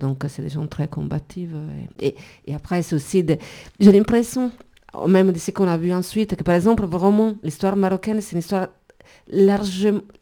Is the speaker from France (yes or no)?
no; Italy; C'est pas parce que je suis italienne.